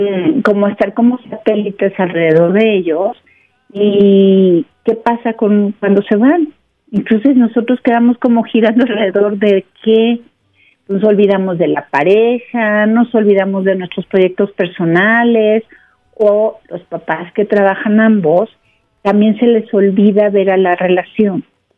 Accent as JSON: {"language": "Spanish", "country": "Mexico", "said": "lo maravilloso que somos como mexicanos"}